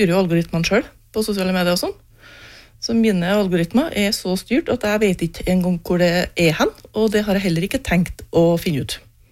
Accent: Meråker, Trøndelag, Norway; oppe i Meråker, der jeg kommer ifra

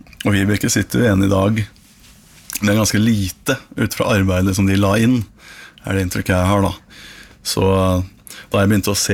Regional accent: Fredrikstad, Østfold, Norway; Og så er jeg født og oppvokst i Fredrikstad

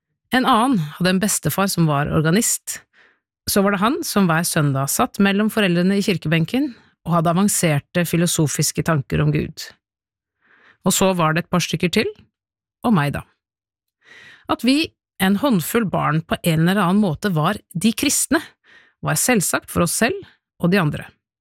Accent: Oslo, Norway; Jeg har vokst opp på Bekkelaget I Oslo.

